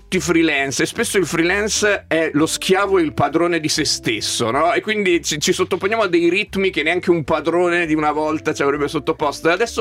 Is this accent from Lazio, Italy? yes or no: no; Ferrara, Emilia-Romagna, Italy; io sono comunque del nord-est perché vengo da Ferrara